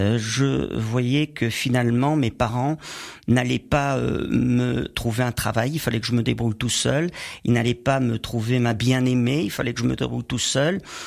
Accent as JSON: {"language": "French", "town": "Millau", "region": "Occitanie", "country": "France", "tie": "born there", "also_born_or_lived": "Saint-Paul-Trois-Châteaux / Montélimar / Montpellier", "said": "je suis né à Saint-Paul-Trois-Châteaux. J'ai vécu 8 ans à Montélimar et après, on est allé à Millau, dans l'Aveyron."}